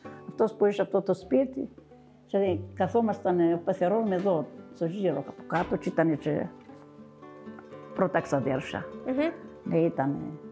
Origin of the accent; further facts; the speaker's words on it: Vorizia, Crete, Greece; Εγώ ήμουν και από τα Βορίζα, δεν ήξερα και πολλά.